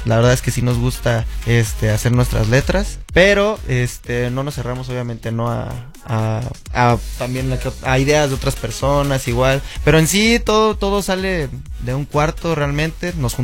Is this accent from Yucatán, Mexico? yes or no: no; Morelos, Mexico; yo soy de Morelos, soy originario de Morelos